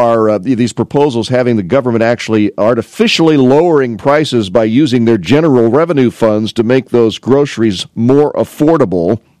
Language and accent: English; Canton, United States; Remember now, I'm from Canton, and we had a vibrant economy with two men's stores, two shoe stores, two baby clothes stores, women's clothing stores, all in one square, right?